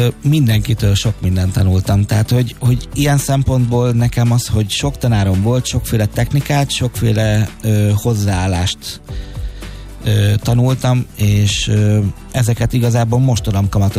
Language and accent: Hungarian; Budapest, Hungary; born there; először az Újpesti Zeneiskolában, aztán voltam a 13. kerületi zeneiskolában.